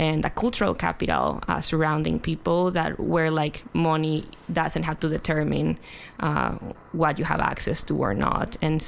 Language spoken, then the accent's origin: English; Mexico; moved away